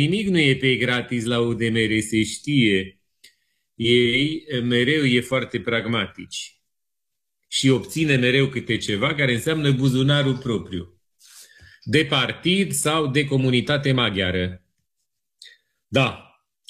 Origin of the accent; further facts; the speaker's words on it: Câmpia Turzii, Cluj County, Romania; Un mare scandal financiar vine de la Câmpia Turzii, orașul meu natal.